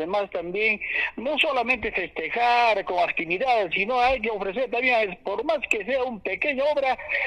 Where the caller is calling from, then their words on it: Colquemarca, Cusco, Peru